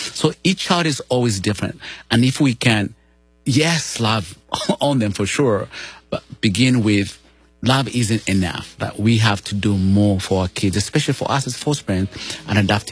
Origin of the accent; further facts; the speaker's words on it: Uganda; You know, well, I come from Uganda and grew up poor of the poorest. You know, as a kid, I had to go fetch water 3 to 4 miles away.